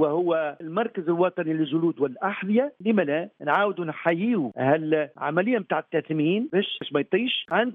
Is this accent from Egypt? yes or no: no; Tunisia